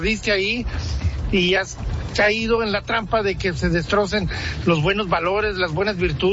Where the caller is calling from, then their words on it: Mexico; Ya no tenemos arraigado el sentimiento de querer o demostrar que somos mexicanos.